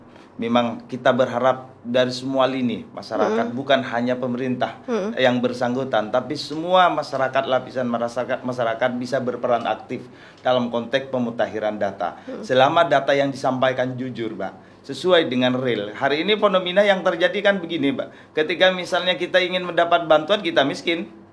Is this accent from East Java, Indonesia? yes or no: yes; Sampang, Madura, East Java, Indonesia; di desa saya, di dampingan saya dulu waktu di Kedungdung di Pelenggan